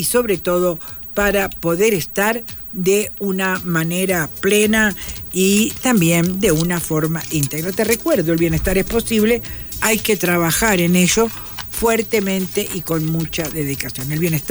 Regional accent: Uruguay; personajes políticos de mucho peso en mi país

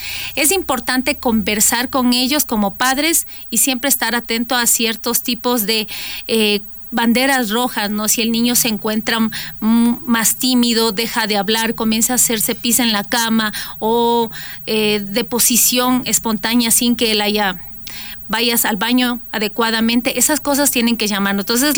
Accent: Ecuador

